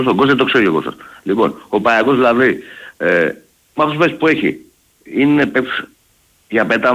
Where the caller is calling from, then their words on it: Aigio, Western Greece, Greece; Είμαι από Αίγιο. Δεν είμαι κοντά στην Αθήνα